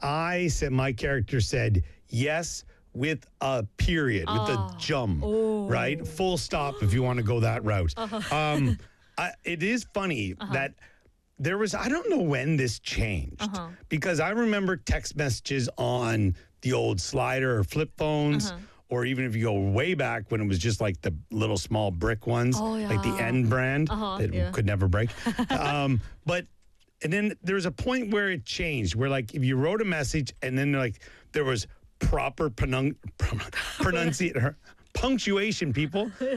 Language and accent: English; East Coast, Canada; But for me, I'm from the East Coast of Canada. I grew up right on the ocean.